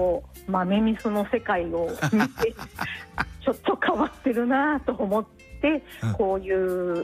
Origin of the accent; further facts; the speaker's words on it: Tokyo, Japan; moved away as an adult; also born or lived in Aichi; 私は東京生まれで東京で育ってるんですけども、